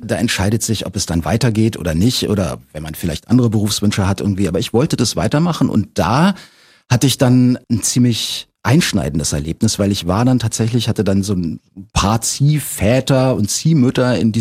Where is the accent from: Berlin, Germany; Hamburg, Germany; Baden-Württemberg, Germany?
Berlin, Germany; dass ich in diesem elften Stock, wo ich groß geworden bin, in diesem Hochhaus.